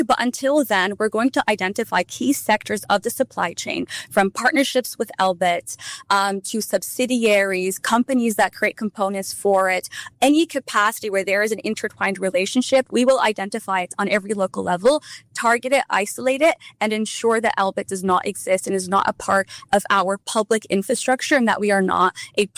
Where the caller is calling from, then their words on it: Canada; So I'm calling in from Canada.